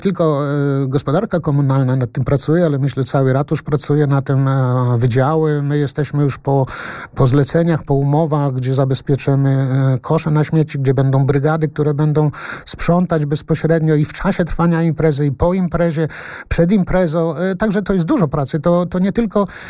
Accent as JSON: {"language": "Polish", "town": "Łomża", "region": "Podlaskie Voivodeship", "country": "Poland"}